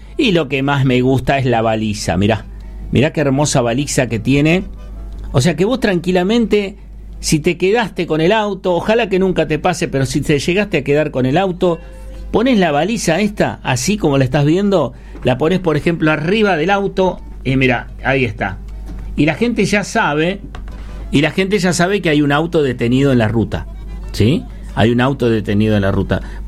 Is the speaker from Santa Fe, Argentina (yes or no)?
no; Santiago del Estero, Argentina; Ustedes saben que nosotros apuntamos mucho a Santiago del Estero porque somos oriundos de Santiago, ¿sí?